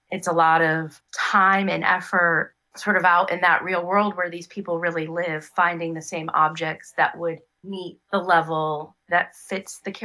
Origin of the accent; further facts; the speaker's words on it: Worcester, Massachusetts, United States; which happened to be Worcester, Massachusetts. That also happens to be my hometown.